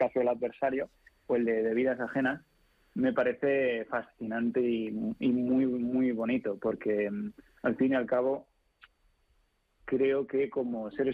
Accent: Spain; como españoles tendemos a pensar que todo lo que viene de fuera es mejor que lo que ocurre aquí

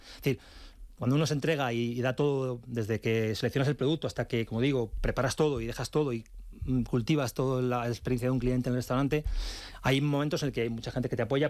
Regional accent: Spain; moved away as an adult; now in Tongeren, Belgium; soy el único español en la compañía, en la sede central.

